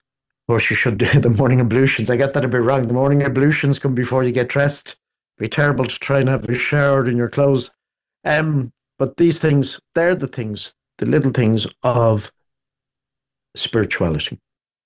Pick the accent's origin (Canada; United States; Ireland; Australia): Ireland; Dublin, Leinster; a Passionist brother when I was growing up in Dublin.